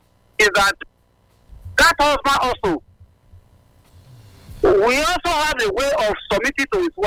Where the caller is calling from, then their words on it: Nigeria; I'm coming from Ikosodi.